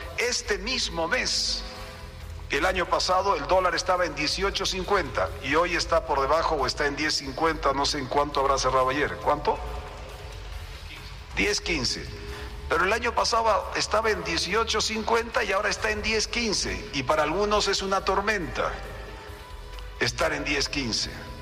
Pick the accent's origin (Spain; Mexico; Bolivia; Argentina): Bolivia; Como boliviano, ¿quién soy y hacia dónde voy?